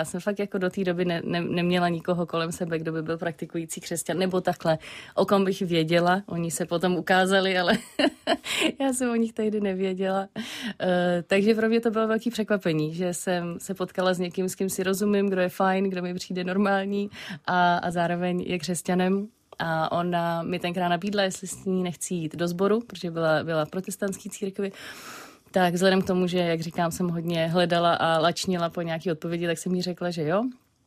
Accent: Prague, Czechia; protože jsem vyrostla v Praze, nějak nemám ani vlastně nějakou jako tradiční víru převzatou od prarodičů nebo tak.

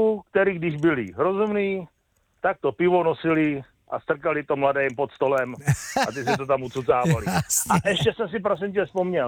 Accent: Pardubice Region, Czechia; Já pocházím z Pardubicka, kde jsme vymetali Big Beaty, na klasických adresách jako Újezd u Přelouče, Semín, Strášov, Valí.

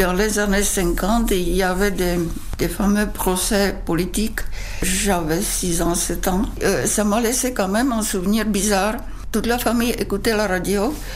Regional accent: Plzeň, Plzeň Region, Czechia; moved away as an adult; now in France; je suis née en Tchécoslovaquie juste à la fin de la guerre 1944 dans une ville près de la frontière allemande, ville qui s'appelle Plzeň. Plzeň qui est une ville industrielle et très connue par ses grandes usines Skoda.

